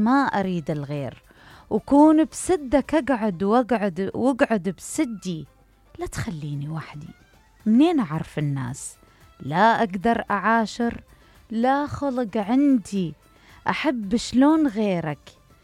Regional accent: Baghdad, Baghdad Governorate, Iraq; مدينتي بغداد العريقة. تحياتي للجميع

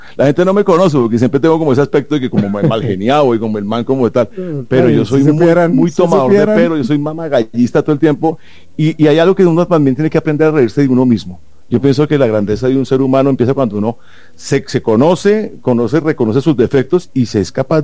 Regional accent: Colombia

